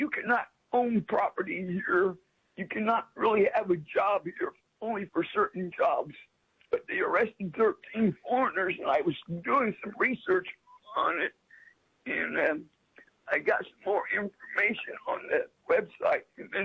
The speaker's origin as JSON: {"language": "English", "region": "Indiana", "country": "United States", "tie": "born there", "said": "Boy, I was born in Indiana, and it's really saddening to see what's happening in Indiana right now."}